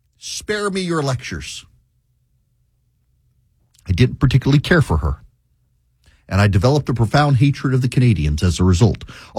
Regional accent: Louisiana, United States; I mean, I had French from sixth grade through 12th grade, and I'm from Louisiana, where there's a lot of French stuff.

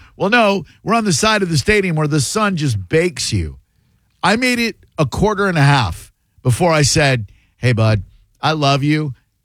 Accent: Boston, Massachusetts, United States; moved away; also born or lived in Orlando; I grew up in Boston, so I was a Celtics, Patriots, Red Sox fan. But when the Orlando Magic got a baseball or a basketball team in 89, I switched my loyalty because that's the city where I lived.

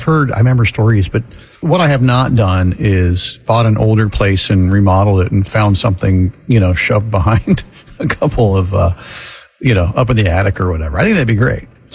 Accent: Florida, United States; Well, yeah, I grew up in Florida.

